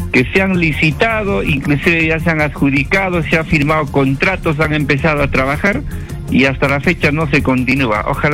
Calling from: Ayaviri, Puno, Peru; me llamo desde Ayaviri.

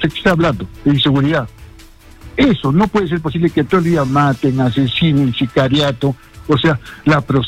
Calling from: Arequipa, Peru; yo soy arequipeño a mucho orgullo, un lonco arequipeño que mi familia ha labrado la tierra siempre porque somos agricultores y hemos sabido salir adelante y no le hemos hecho daño a nadie.

